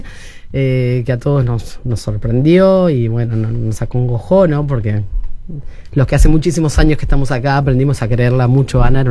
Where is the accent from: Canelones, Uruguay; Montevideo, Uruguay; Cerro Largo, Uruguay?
Montevideo, Uruguay; moved away as an adult; now in Punta del Este, Uruguay; nací en Montevideo, en un familión. Familión compuesto por un lado por una tanada mayúscula, uh-huh. Y por otro lado por una familia que justamente viene de la parte rural, ¿no? De allá de La Valleja, de José Pedro Varela.